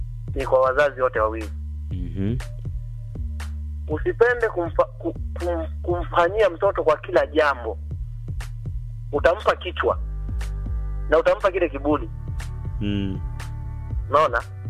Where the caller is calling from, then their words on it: Tanzania; Natokea Nyamikoma.